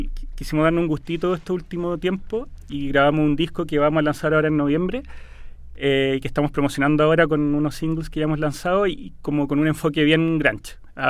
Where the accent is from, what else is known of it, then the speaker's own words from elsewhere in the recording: Chile; En el fondo, igual somos una banda súper chilena, somos todos chilenos, no renegamos de eso, pero sí tenemos antecedentes familiares de otros países